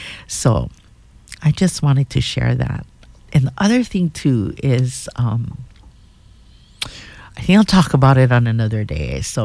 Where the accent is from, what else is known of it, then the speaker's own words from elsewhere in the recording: Anahola, Hawaii, United States; And I'm born and raised in Anahola, I still live there today.